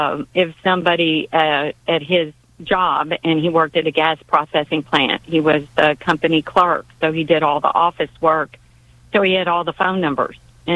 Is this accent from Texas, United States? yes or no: yes; Ely, Texas, United States; I'm actually from Ely, mm-hmm. Texas, which is about 20 miles east of Columbus.